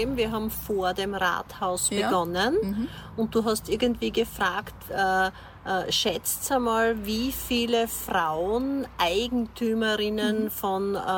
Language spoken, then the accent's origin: German; Leibnitz, Styria, Austria; also born or lived in Graz; Also ich bin zwar in Graz geboren, aber ich bin ewig Leibnizerin, Keindorferin.